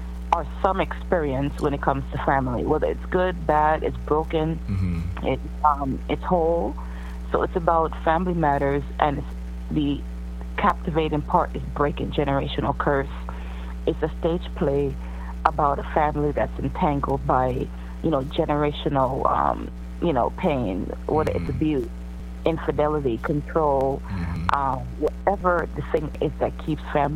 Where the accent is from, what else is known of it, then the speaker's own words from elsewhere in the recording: New York City, New York, United States; I grew up in the Bronx. I'm a young person I've been in the Bronx over 15 years, all my life, basically. So I grew up in the Bronx. My family's from the Bronx.